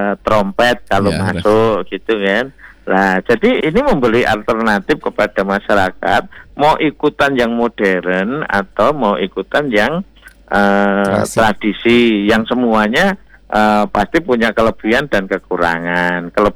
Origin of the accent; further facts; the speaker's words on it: Java, Indonesia; kita ini orang Jawa, bahwa kita ini orang Indonesia, bukan orang Barat, bukan orang Arab.